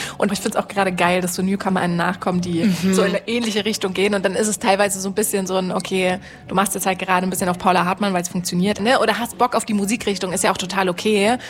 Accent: Switzerland; Ich komme ja auch aus der Schweiz und da kommen auch gerade so geile, auch weibliche Künstlerinnen nach und so.

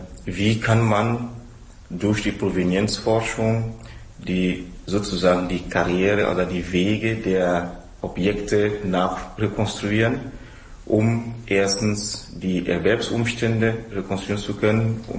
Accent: Togo; German is a second language; ich komme aus Togo und bin Dozent an der Université de Kara.

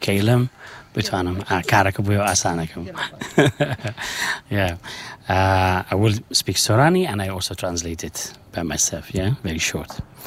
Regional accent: Sulaymaniyah, Kurdistan Region, Iraq; English is a second language; moved away as an adult; now in Sweden; I'm from Bashur in Kurdistan, in the city of Slimani. I born there, I grew up, I studied music, I studied violin, and then I moved to Sweden in 2002

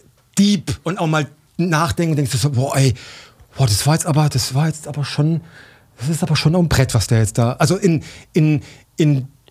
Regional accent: Rhine-Neckar area, Germany; Südbaden und so weiter und Mannem und Ludwigshafen und Heidelberg, und da, das ist die Ecke, wo ich auch herkomme.

